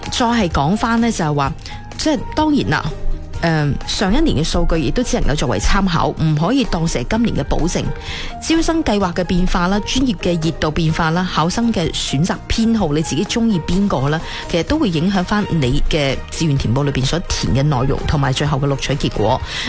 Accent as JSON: {"language": "Cantonese", "region": "Guangdong", "country": "China", "said": "特别对于我哋广东人嚟讲"}